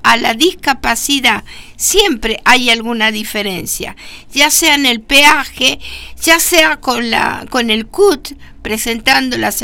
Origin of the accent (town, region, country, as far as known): Argentina